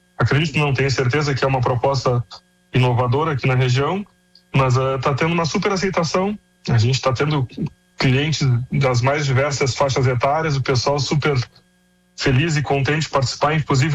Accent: Rio Grande, Rio Grande do Sul, Brazil; moved away; eu sou de Rio Grande aí com muito orgulho.

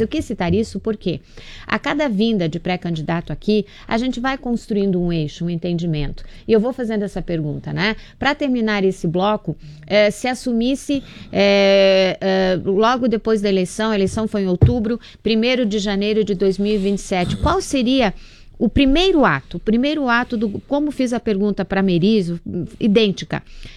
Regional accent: Rio Grande do Sul, Brazil; born there; nasci no Rio Grande do Sul, mas sou catarinense, de alma, de tudo.

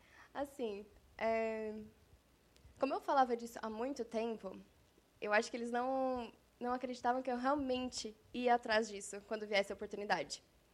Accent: Turvo, Brazil; born there; Eu nasci no Turvo há 24 anos atrás

